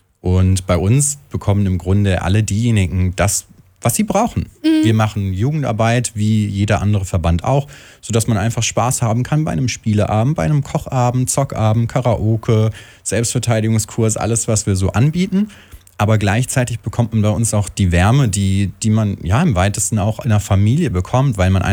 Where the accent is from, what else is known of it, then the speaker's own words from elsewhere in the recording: Aschaffenburg, Bavaria, Germany; Und da sage ich noch, wow, guck mal, wir sind ja auch aus Aschaffenburg, lass da mal hingehen.